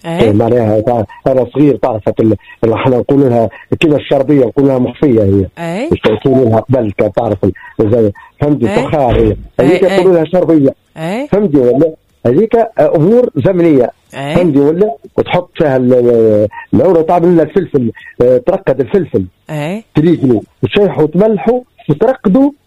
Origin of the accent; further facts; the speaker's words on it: Tunisia; توفيت جيتي توفيت انا تونسيه وتعرف الماكله السوري